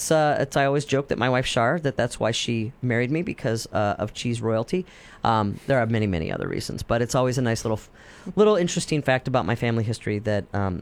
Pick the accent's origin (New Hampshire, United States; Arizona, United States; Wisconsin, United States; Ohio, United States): Wisconsin, United States; moved away